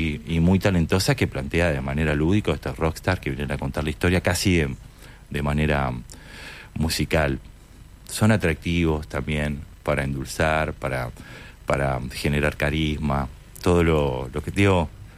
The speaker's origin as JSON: {"language": "Spanish", "country": "Argentina"}